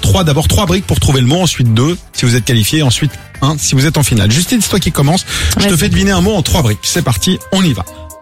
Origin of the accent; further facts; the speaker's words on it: Pays de la Loire, France; parce que on vient de parler de la Vendée, moi, qui viens de Vendée à chaque fois.